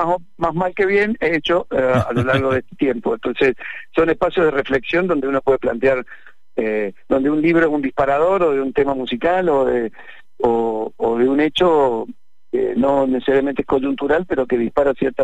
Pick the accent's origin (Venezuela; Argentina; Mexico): Argentina; Córdoba; now in Mendoza, Argentina; yo soy cordobés, soy enamorado de esta ciudad, que vine a estudiar diseño casualmente en el 85 y me quedé.